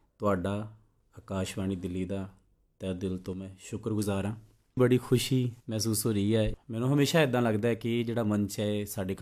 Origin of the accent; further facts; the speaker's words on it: Punjab, India; ਕਿਉਂਕਿ ਮੈਂ ਪੰਜਾਬ ਦੇ ਉਹ ਤਰਨ ਤਾਰਨ ਡਿਸਟ੍ਰਿਕਟ ਦੇ ਬਿਲਕੁਲ ਬਾਰਡਰ ਲਾਈਨ ਤੋਂ ਆਉਣ ਵਾਲਾ ਮੁੰਡਾ ਹਾਂ